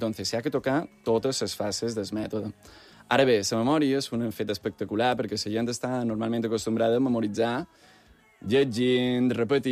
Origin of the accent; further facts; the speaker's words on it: Palma, Balearic Islands, Spain; Mem, nosaltres som mallorquins. Jo sóc d'aquí de Palma i la Magdalena és de Porreres.